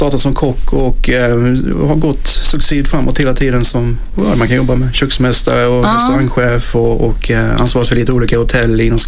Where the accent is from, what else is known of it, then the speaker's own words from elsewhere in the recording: Ljungby, Kronoberg County, Sweden; när jag växte upp i Ljungby på Ågårdsvägen och gick på Jordsbruksskolan